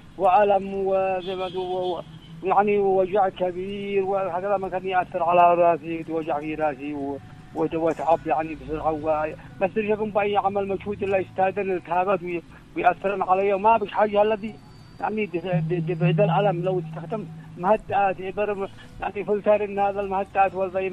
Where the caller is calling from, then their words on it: Sanhan, Sanaa, Yemen; من سنحان بيت الشاطبي